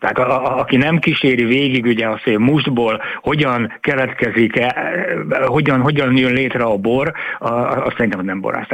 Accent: Lake Balaton, Hungary; born there; Igen, igen, hát egy ikonikus hely a Magyarországnak, úgyhogy én úgy értem, hogy én nagyon jó helyre születtem, ugyanis itt születtem, úgyhogy én mindig csak a csodákat látom benne.

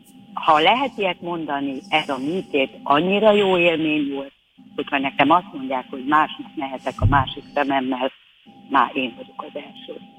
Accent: Hungary; én mondtam, hogy én 58-ba születtem, én gyereknek a Kádár rendszerbe szocializálódtam, fölnőttem

